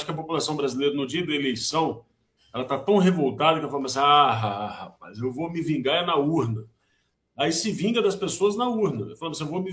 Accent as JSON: {"language": "Portuguese", "region": "Espírito Santo", "country": "Brazil", "said": "Eu sou capixaba"}